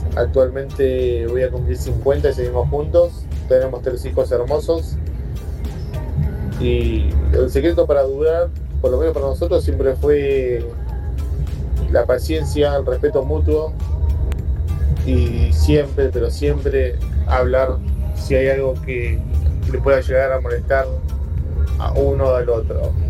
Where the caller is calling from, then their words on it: Guernica, Buenos Aires Province, Argentina; soy de Guernica